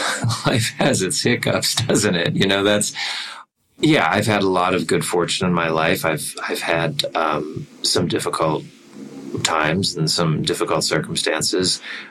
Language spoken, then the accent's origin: English; Canada; moved away; to show them my home country, and you know, they're Canadians too by virtue of me